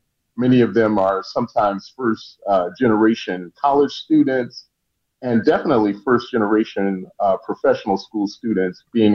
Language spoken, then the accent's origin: English; Cleveland, Ohio, United States; You know, I grew up as a kid in Cleveland, Ohio, and my family has some really deep roots. I was a first-generation Northerner, in a sense. My parents both hail from really tiny towns in Alabama.